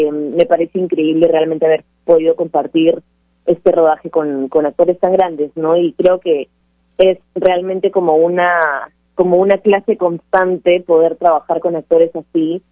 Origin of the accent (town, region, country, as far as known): Peru